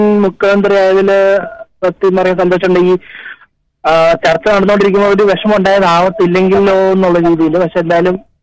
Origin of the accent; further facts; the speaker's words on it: Adoor, Kerala, India; moved away; നാട്ടിൽ അടൂര്.